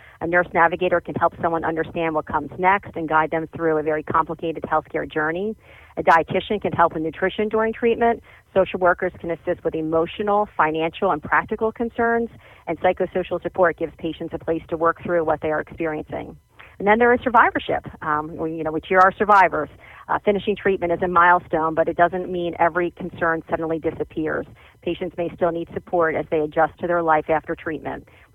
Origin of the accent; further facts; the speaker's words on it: Cape May County, New Jersey, United States; I am the Director of Oncology at the Atlanticare Cancer Care Institute. Born and raised in Cape May County